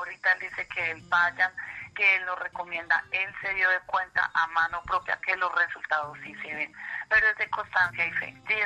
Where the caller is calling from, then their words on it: Ubaque, Cundinamarca, Colombia; Ubaque, Cundinamarca, paciente de Bogotá.